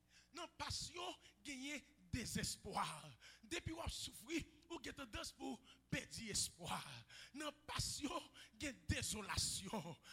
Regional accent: Haiti; En tant qu'haïtien, en tant que pasteur haïtien, je ne peux pas courir sous texte.

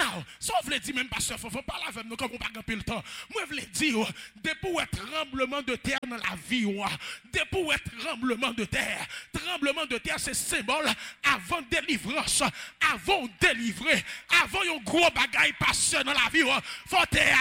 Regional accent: Haiti; En tant qu'haïtien, en tant que pasteur haïtien

